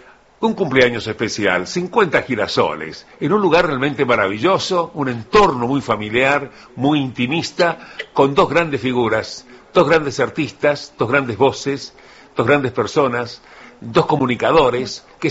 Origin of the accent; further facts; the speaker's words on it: Uruguay; Sí, somos puntuales los uruguayos, somos puntuales los uruguayos.